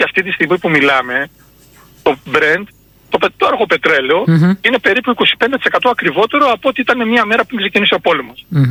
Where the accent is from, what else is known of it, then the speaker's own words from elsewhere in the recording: Serres, Central Macedonia, Greece; Εγώ είμαι από τις Έρες